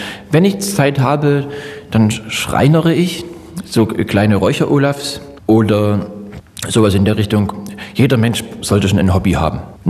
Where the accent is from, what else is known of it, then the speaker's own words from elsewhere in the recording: Saxony, Germany; born there; now in Dresden, Germany; Ich bin ja im Vogtland geboren, ich bin gerne dort geboren, was nicht heißt, dass ich dort begraben sein möchte.